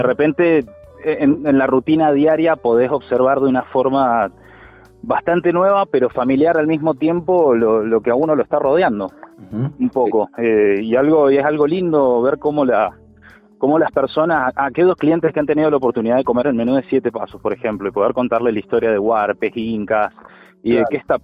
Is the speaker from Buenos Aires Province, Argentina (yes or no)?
no; Mendoza, Argentina; y como mendocino te digo, yo no salgo a comer a bodega